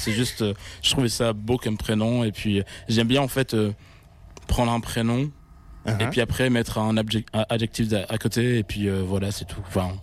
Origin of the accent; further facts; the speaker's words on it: Talence, Nouvelle-Aquitaine, France; also born or lived in Bordeaux; Ouais, je suis né à Talence, là juste à côté.